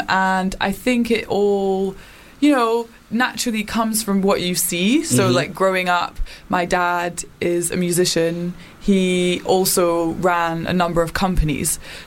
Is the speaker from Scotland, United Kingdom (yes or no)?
yes; Edinburgh, Scotland, United Kingdom; now in London, United Kingdom; I'm not from London, so I grew up in Edinburgh. Well, mm-hmm. I moved around a lot, but I went to high school in Edinburgh.